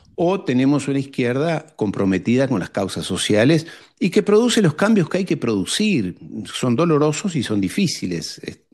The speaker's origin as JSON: {"language": "Spanish", "country": "Uruguay", "said": "como uruguayo que soy."}